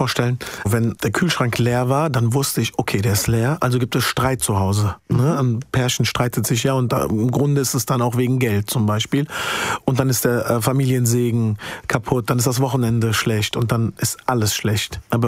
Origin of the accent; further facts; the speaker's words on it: Mainz-Kostheim, Hesse, Germany; sage Mainz-Kostheim, dann sagen die Leute immer, ah, Mainzer. Und das hat mich dann verletzt. Ich bin ja Hesse.